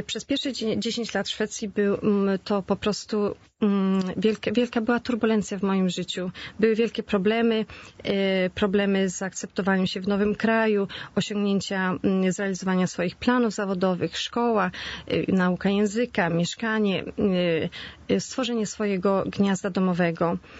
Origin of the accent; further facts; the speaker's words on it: Świnoujście, West Pomeranian Voivodeship, Poland; moved away; Wyjechałam ze Świnoujścia i byłam praktykującą katoliczką